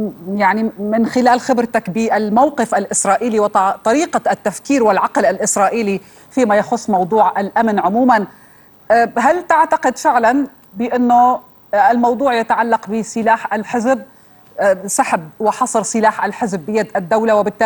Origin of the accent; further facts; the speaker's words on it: Lebanon; تحدثنا كلبنانيين